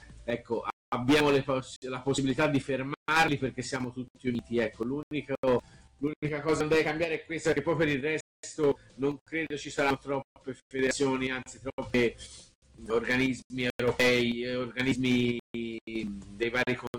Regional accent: Florence, Tuscany, Italy

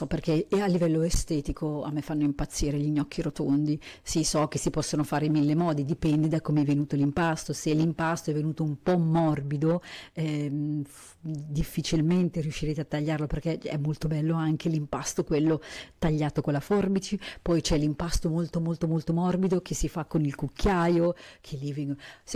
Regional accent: Crema, Lombardy, Italy; i tortelli cremaschi, che sono i tortelli tipici della mia terra.

